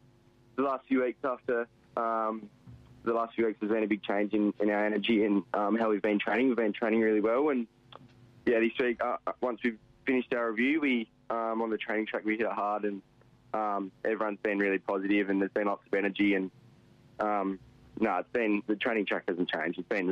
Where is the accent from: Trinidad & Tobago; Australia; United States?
Australia; Dongara, Western Australia; Yeah, so I'm from Donga Ashley, which is 40 minutes south of Geraldton.